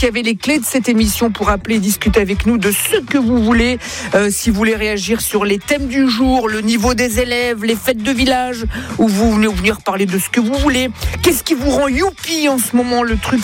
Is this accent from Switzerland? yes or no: no; Italy